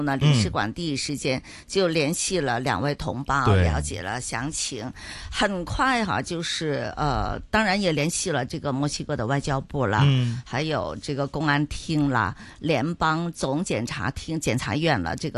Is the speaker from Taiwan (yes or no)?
no; China; 这个也是所有中国人，我们中国人在海外的时候，如果呢你遇到了任何的问题哈，记得这个电话